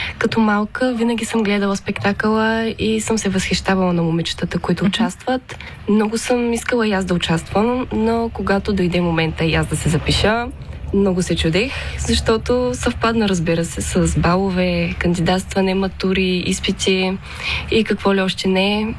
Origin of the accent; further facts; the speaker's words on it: Stara Zagora Province, Bulgaria; born there; Може би бих избрала Стара Загора, защото ще бъда най-близко до моите приятели, до моето семейство и до родния ми край, разбира се.